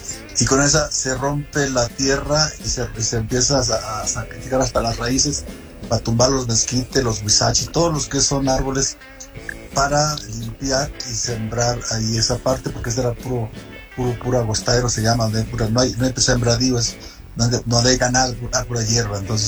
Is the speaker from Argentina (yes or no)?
no; Jalisco, Mexico; also born or lived in Lagos de Moreno, Jalisco; yo nací en Santa Anita, Jalisco, en un rancho, y casualmente había una escuela. A los 8 años mi papá nos traslada a otro rancho, donde ya no había escuelas, era como ahí puro campo, no había ni casa, o sea, completamente solo